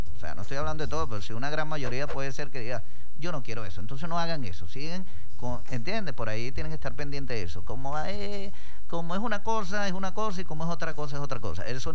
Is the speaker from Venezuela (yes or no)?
yes; Venezuela; Vea cómo somos el venezolano de conformista y también de llevarla bien con todo el mundo.